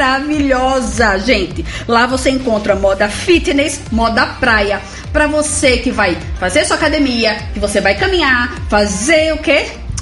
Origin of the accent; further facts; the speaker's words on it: Brazil; Sou brasileira mesmo